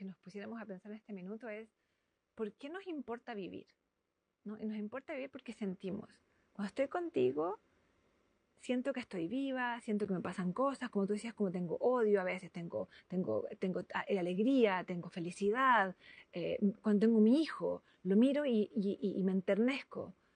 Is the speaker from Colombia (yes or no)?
no; Chile; now in Bochum, Germany; Yo digo, soy una fake Italian. Yo soy chilena.